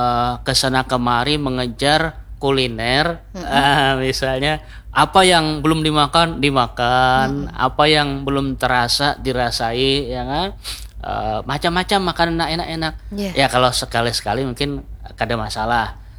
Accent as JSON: {"language": "Indonesian", "region": "South Kalimantan", "country": "Indonesia", "said": "Kalau kita orang Banjar Bahari ya, mungkin masih ingat tikar purun pula."}